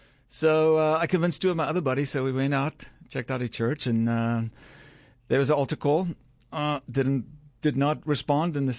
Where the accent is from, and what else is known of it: Kirkwood, Eastern Cape, South Africa; born or raised there